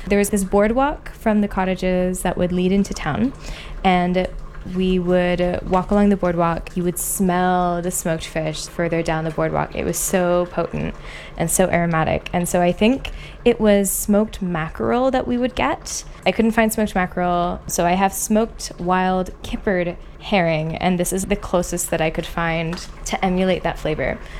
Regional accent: London, Ontario, Canada; I grew up in London, Ontario. My dad grew up there, but my mom and her family also moved to London straight away when they immigrated to Canada.

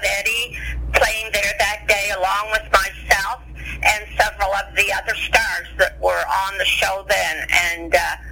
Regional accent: Canada; When we got to the Netherlands, I couldn't believe how well we were received. And being Canadian, look, they just opened their their arms and their hearts to us

